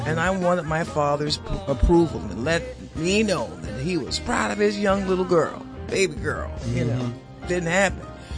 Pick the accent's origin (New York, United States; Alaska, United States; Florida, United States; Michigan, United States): Florida, United States; Miami; I'm originally from Miami, Florida.